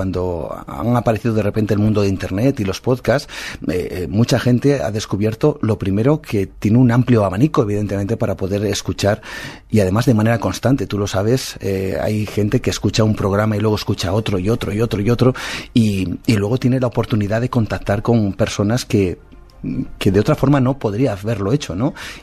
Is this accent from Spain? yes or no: yes; Cantabria, Spain; born there; also born or lived in Germany; Soy cántabro. Mi madre es de Córdoba, mi padre es de Cantabria. Yo nací en Alemania por circunstancias azares no míos, sino de mis padres, evidentemente. Mm. Y nací allí. Estuve allí unos cuantos años y luego ya nos venimos para Cantabria.